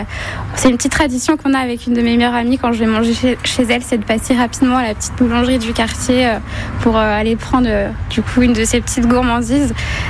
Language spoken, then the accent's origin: French; Cheny, Bourgogne-Franche-Comté, France; je viens de Chenny et je travaille à Auxerre, je suis commerçante en plein centre-ville d'Auxerre.